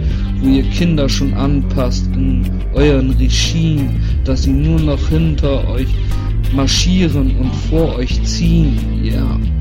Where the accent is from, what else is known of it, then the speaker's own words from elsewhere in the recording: Germany; ich werde mich auch einsetzen für Deutschland, denn das ist meine Heimat, meine Kultur, mein Leben, mein Stolz